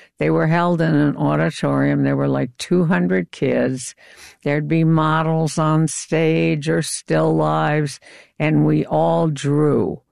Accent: Chicago, Illinois, United States; And I grew up in Chicago. At 5, I started. This is inconceivable to people now. I lived on this street called Bittersweet, which went one block from Clarendon to Marine Drive.

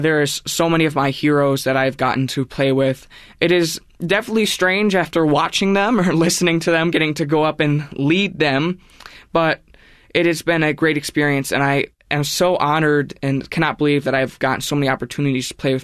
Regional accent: Wisconsin, United States; So I grew up around the Wisconsin River. I learned to swim in the Wisconsin River, and my grandpa's ashes are in the Wisconsin River.

